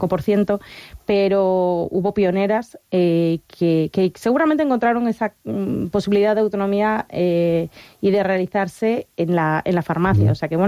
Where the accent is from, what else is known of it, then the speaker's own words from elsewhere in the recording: Galicia, Spain; Y como gallega hay que hablar de una gallega